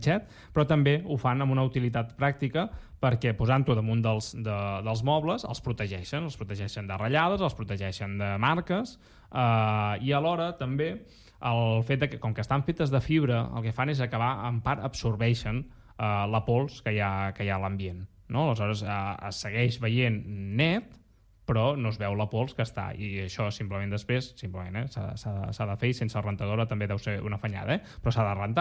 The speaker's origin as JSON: {"language": "Catalan", "region": "Catalonia", "country": "Spain", "said": "com que som catalans"}